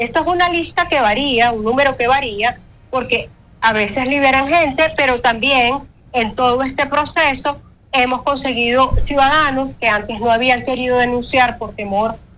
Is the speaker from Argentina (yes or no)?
no; Venezuela; aquí en Venezuela tampoco es que ha cesado la persecución, pero como venezolana tengo la obligación de decirlo.